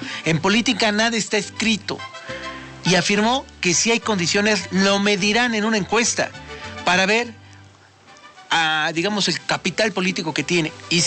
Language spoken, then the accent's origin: Spanish; Puebla, Mexico; Y bueno, y ahí nos critican como poblanos, eso no lo voy a cuestionar.